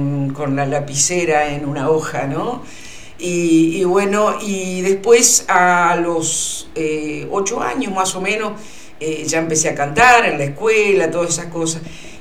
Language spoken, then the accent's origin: Spanish; Crespo, Entre Ríos, Argentina; nací en el San Francisco de Asís de Crespo, y me crié en el barrio Guadalupe de la ciudad de Crespo, uno de los barrios más humildes de la ciudad.